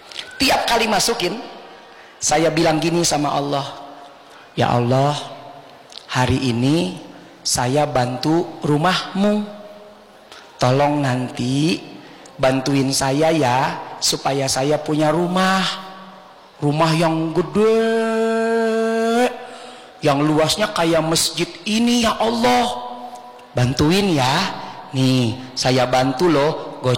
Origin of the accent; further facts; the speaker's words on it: Medan, North Sumatra, Indonesia; saya kan orang Mandailing Natal, orang Medan